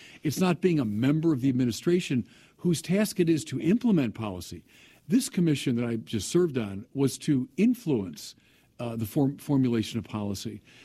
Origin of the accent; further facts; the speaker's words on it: United States; both as an American who reverences the First Amendment and as a Catholic who reverences Dignitatis Humanae.